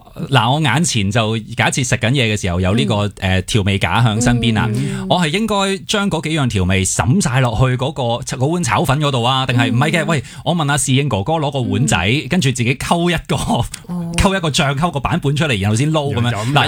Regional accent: Hong Kong; 我哋香港人

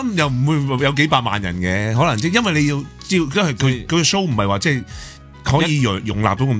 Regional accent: Hong Kong; 我哋系中国人、香港人

